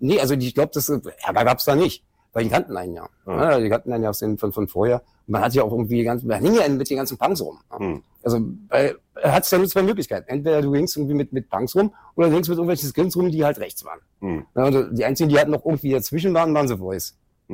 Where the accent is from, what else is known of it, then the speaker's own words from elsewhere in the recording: Berlin, Germany; Geboren in Schöneberg, groß geworden in Kreuzberg.